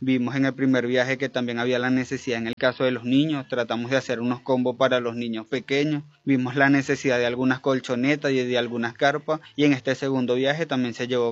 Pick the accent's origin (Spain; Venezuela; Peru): Venezuela